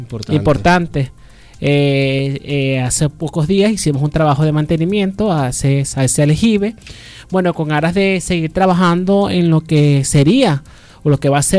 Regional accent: Venezuela; como venezolanos, como hijos de Lezama

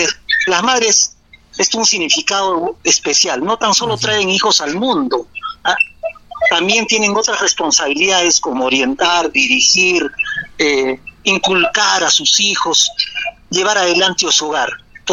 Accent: El Cural, Arequipa, Peru; Yo vengo del Cural

